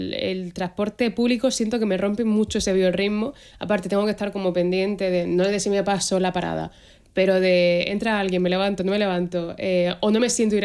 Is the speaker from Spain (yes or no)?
yes; Cartagena, Region of Murcia, Spain; Y bueno, claro, yo es que soy de Cartagena, yo tengo playa.